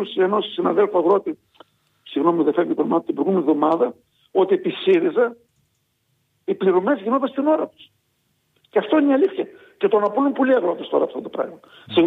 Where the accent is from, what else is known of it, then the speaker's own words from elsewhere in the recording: Thessaly, Greece; στο χωριό μου, το οποίο η μητέρα Καρδίτης έχει γυμνάσιο.